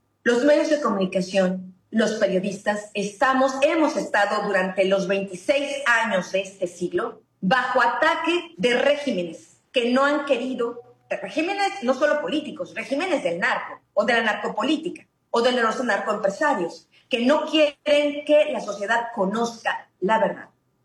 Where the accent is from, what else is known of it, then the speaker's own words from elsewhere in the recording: Mexico; yo, al menos como mexicana